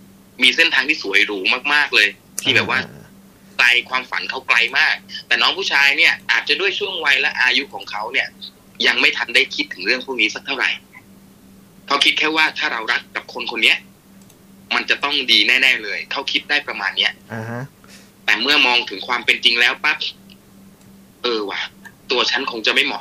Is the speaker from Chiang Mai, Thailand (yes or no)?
no; Chumphon, Thailand; ผมเป็นคนชุมพรครับพี่